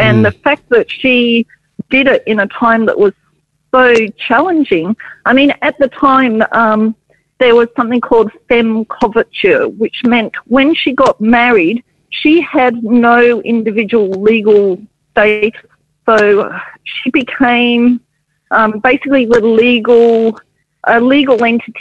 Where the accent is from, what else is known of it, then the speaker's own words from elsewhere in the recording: Hobart, Tasmania, Australia; growing up in Tasmania. I grew up in Hobart, actually in Battery Point, and I was surrounded by history.